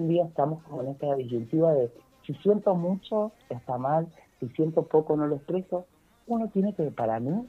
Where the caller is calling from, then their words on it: Las Heras, Argentina; Las Heras, les hablo.